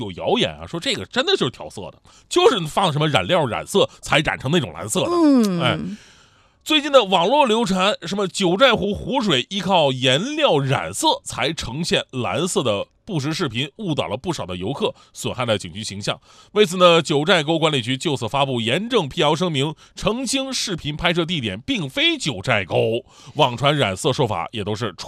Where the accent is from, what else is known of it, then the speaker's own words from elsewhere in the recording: Yanbian, Jilin, China; moved away; 你像我们以前我老家那个球队，就是长没有长，那时候还没有长春亚泰，那叫延边敖东。